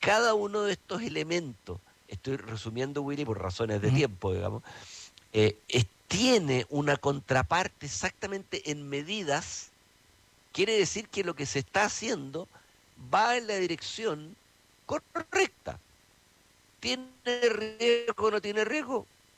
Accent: Chile

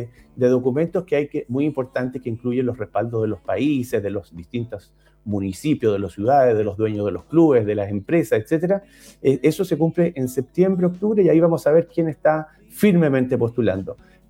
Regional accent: Chile; moved away as an adult; also born or lived in London / Australia; soy chileno

